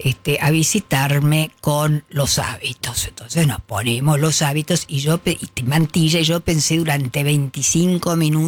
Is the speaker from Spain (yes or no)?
no; Argentina